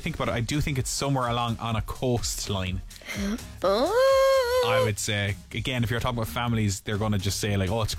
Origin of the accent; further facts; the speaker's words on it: Cork, Munster, Ireland; I grew up in Cork and it was fantastic and I really loved it, but I also spent a lot of my summers in Kerry